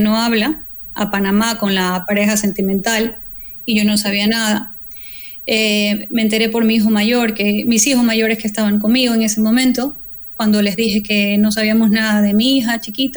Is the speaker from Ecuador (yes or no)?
yes; Ecuador; moved away as an adult; now in Spain; Yo soy una madre ecuatoriana